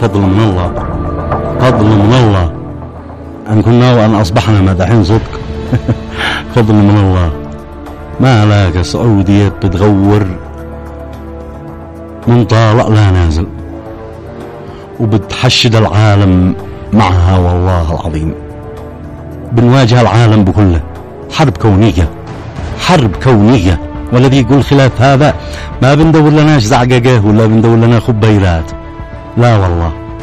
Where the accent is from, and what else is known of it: Yemen